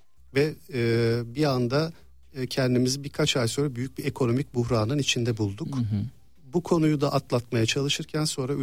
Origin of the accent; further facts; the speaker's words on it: Istanbul, Turkey; İstanbul'da doğdum, büyüdüm. Hatta Ortaköy'de doğdum ve 10 yaşıma kadar da orada yaşadık. Sonra Kadıköy'e geçtik.